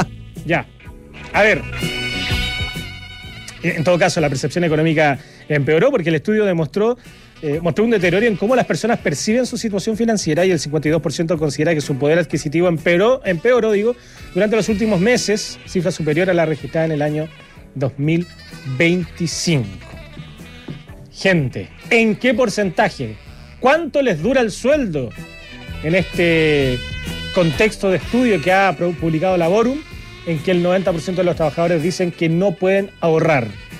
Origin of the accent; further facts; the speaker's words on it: Retiro, Maule, Chile; Oriundo, lo que somos, oriundo de Retiro.